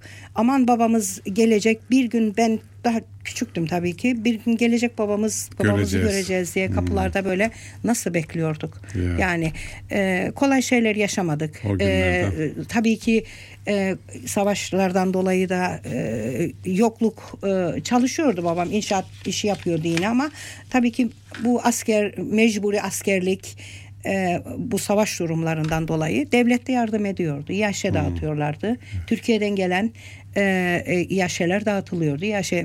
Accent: Cyprus; born there; biz savaş görmüş bir ülkeyiz. Ben kendi açımdan savaşlarda doğdum, büyüdüm. 1963 savaşlarını gördüm. 1974 savaşlarını gördüm.

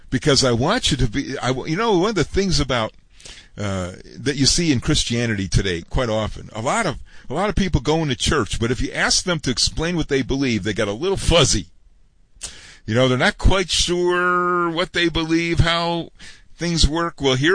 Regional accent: Chicago, Illinois, United States; I was a young, very new Christian. Back in those days, I was living in Chicago, my hometown.

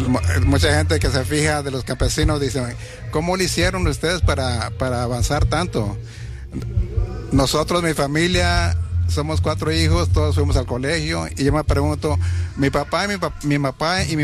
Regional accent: the Valley, California, United States; born there; also born or lived in Texas; nos vinimos en una caravana, fueron 4 carros. 4 familias, nos vinimos. Duramos una semana para llegar de Texas aquí a California.

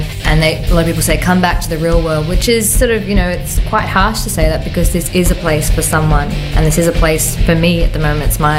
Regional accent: Tamworth, New South Wales, Australia; born there; also born or lived in Sydney; now in Tennant Creek, Australia; I was born in Tamworth in New South Wales. I'm now living in Tennant Creek.

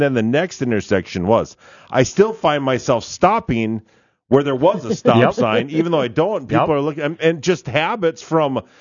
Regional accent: Barnesville, Minnesota, United States; That happens a lot in my hometown on the old Highway 9-34 thing, the Comstock Road.

